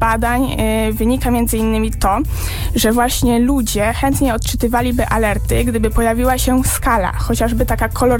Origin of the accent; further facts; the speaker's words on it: Subcarpathian Voivodeship, Poland; osoby zamieszkałe na województwie głównie podkarpackim, ponieważ jestem stąd